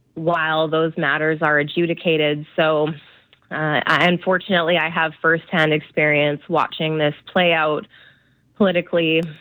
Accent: Penticton, British Columbia, Canada; my hometown, Penticton

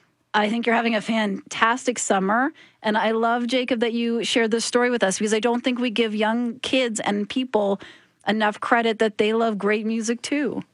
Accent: Oshawa, Ontario, Canada; my hometown of Oshawa

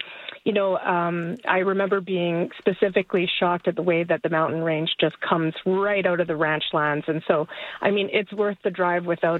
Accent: Alberta, Canada; I grew up in Alberta and spent a lot of time sort of, you know, in the Banff, Jaspers and, you know, the more northerly parts of the province.

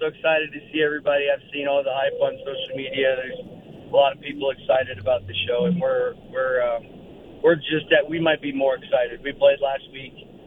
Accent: Alberta, Canada; moved away as an adult; now in Nashville, United States; I grew up in Northern Alberta, and if I was playing hockey, I was popular

